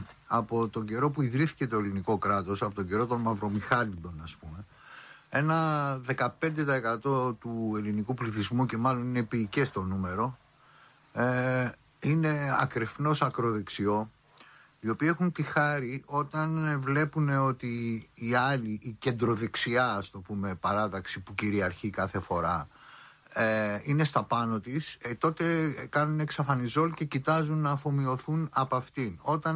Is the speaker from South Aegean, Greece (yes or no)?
no; Athens, Attica, Greece; Εσύ μάλιστα και εγώ που μεγαλώσαμε στην Κυψέλη